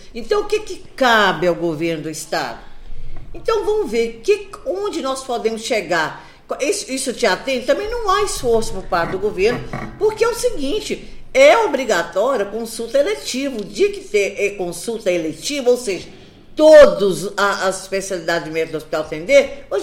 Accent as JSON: {"language": "Portuguese", "town": "Ponte Nova", "region": "Minas Gerais", "country": "Brazil", "moved": "yes", "lives_now": "Divinópolis, Brazil", "said": "Eu vou lá para a minha zona da mata, minha região, ali na cidade de Ponte Nova"}